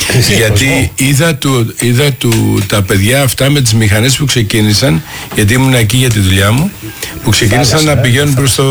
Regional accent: Greece; ως Έλληνας

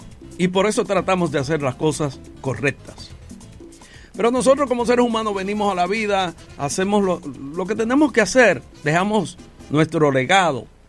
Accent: Dominican Republic; now in New York, United States; lo que somos nosotros los dominicanos, una mezcla

